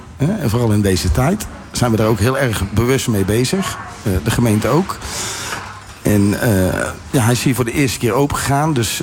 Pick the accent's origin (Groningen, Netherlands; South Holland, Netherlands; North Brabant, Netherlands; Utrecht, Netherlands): North Brabant, Netherlands; Tilburg; ik ben hierin opgegroeid. Hè? Ik kom uit Tilburg.